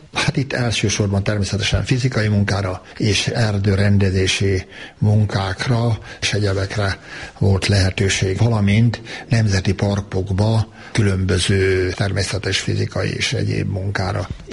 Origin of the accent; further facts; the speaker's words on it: Hungary; moved away as an adult; also born or lived in Vancouver, Canada; mi most magyarok vagyunk